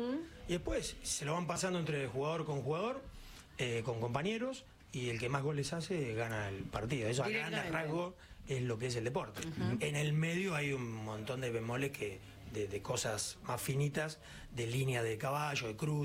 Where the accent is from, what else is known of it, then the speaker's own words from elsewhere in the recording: Saladillo, Buenos Aires Province, Argentina; Yo soy de Saladillo, de provincia de Buenos Aires, así que es un pueblo del interior de la provincia de Buenos Aires.